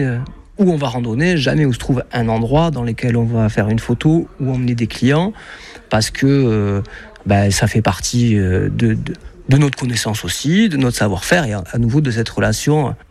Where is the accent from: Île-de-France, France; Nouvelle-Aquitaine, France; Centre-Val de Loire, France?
Nouvelle-Aquitaine, France; Oloron-Sainte-Marie; now in Pau, France; voilà, je suis palois, j'ai grandi à Oloron, Biarnès, Cap et tout.